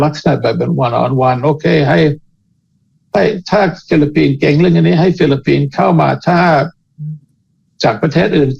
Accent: Canada; now in Thailand; ผมเองเป็นคนแคนาดาก็ดูคนแคนาดา

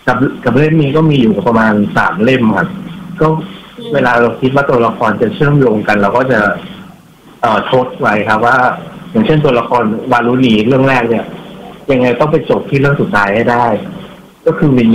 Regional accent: Chiang Kham district, Phayao, Thailand; จริงๆแล้วผมเป็นคนพะเยาอำเภอจอกคำใต้จุดกำเนิดนะผมก็จะพูดภาษาเหนือครับ

